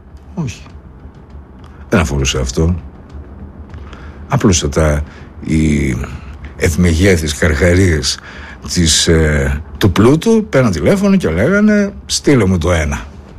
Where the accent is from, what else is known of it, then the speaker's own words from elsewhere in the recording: Greece; Εμείς σαν Έλληνες δεν είχαμε καμία σχέση με αυτό το πράγμα.